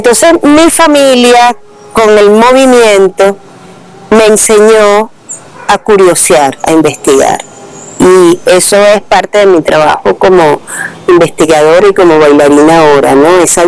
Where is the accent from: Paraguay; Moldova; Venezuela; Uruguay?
Venezuela; Caracas, Capital District; Yo vengo también de San Agustín del Norte. Y cuando yo estudiaba en el Liceo Andrés Bello, ese fue mi liceo, liceo de mucha gente, artista también, yo recuerdo que bailábamos por toda la ciudad en lo que llamábamos los matinés.